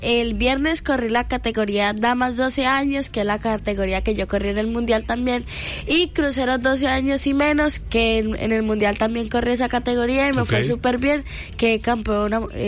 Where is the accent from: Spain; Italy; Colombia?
Colombia; Cúcuta, Norte de Santander; Yo soy de Cúcuta.